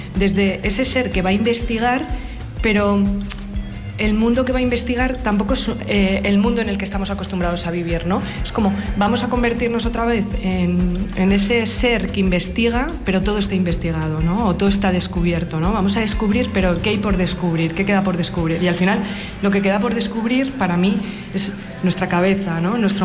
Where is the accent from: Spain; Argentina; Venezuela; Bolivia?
Spain; Navarre; porque yo soy de Navarra y entonces ahí hay mucha cueva también.